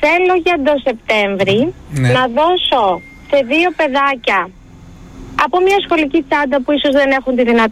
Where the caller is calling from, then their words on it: Argos, Peloponnese, Greece; από Άργος.